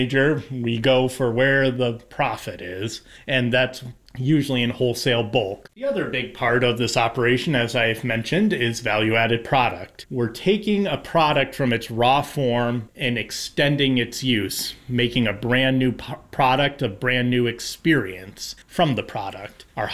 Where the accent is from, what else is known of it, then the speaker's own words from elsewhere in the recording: Hadley, Massachusetts, United States; I am genuinely proud to be born and raised in Hadley.